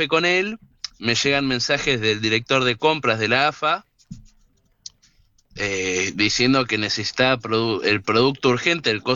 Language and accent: Spanish; Mar del Plata, Buenos Aires Province, Argentina; Justo somos de Mar del Plata